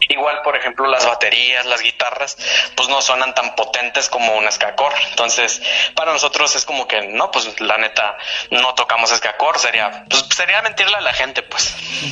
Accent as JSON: {"language": "Spanish", "town": "La Paz", "region": "Baja California Sur", "country": "Mexico", "said": "somos de La Paz, acá Baja California"}